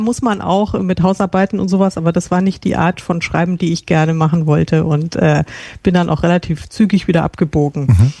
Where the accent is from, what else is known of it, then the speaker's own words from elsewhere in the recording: Munich, Bavaria, Germany; now in Frankfurt, Germany; Ich komme ursprünglich aus München, lebe aber jetzt seit über 20 Jahren in Frankfurt.